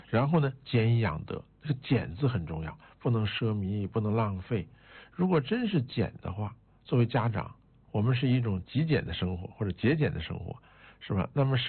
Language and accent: Chinese; China; 我们身为一个中国人